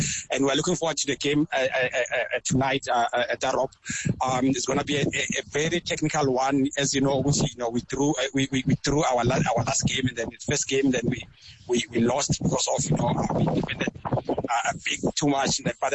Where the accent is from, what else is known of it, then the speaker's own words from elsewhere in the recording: South Africa; We are very excited to be in Monterrey, you know, as South African supporters.